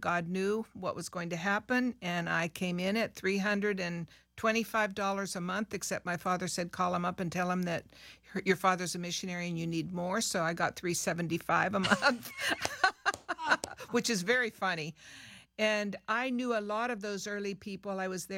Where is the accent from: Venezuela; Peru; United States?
Peru; I had never learned Spanish formally. I was born and raised in Peru, but it was interesting.